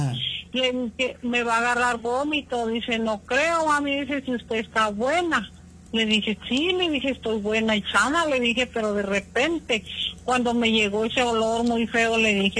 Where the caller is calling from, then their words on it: Río Grande, Oaxaca, Mexico; De aquí, de Río Grande.